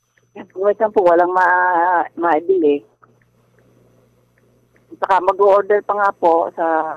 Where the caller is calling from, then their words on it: Tuy, Calabarzon, Philippines; dito sa amin sa Tui.